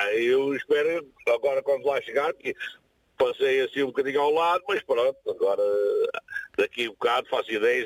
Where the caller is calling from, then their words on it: Setúbal, Portugal; Da terra do Choco Ferreiro e do Carrapão e da Serrinha.